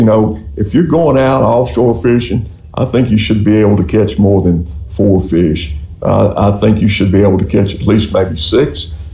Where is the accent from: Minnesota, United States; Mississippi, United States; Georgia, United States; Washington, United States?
Mississippi, United States; Because as we all know, growing up on the Mississippi Gulf Coast, we love to fish.